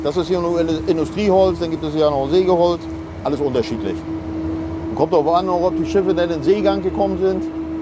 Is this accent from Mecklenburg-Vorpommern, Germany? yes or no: yes; Rostock, Mecklenburg-Vorpommern, Germany; Rostock ist meine Heimat und dann guckt man, dass man nachher im gewissen Alter nachher immer zu Hause bleibt, ne?